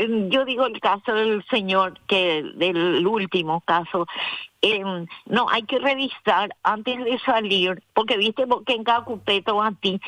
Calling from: Pirayú, Paraguarí, Paraguay; Yo pues soy de Pirayú y me suelo ir por ahí, por el desvío, por Ascurra.

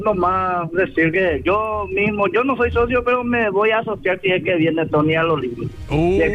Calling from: Arroyos y Esteros, Cordillera, Paraguay; De Arroyos y Esteros.

